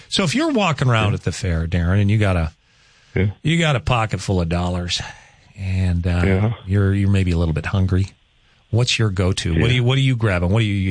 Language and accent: English; Rugby, North Dakota, United States; I am from Rugby Town, yeah.